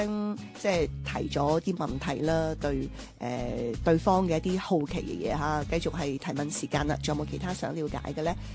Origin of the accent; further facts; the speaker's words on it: Guangdong, China; accent: Cantonese; 咁你咁講，我就作為廣東人，我自己講普通話都覺得係有呢個廣東口音嘅